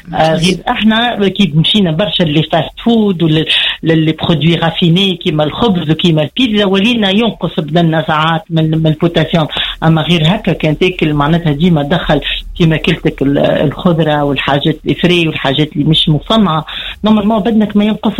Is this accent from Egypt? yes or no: no; Tunisia; راهو في تونس ناكلوا اكثر برشا.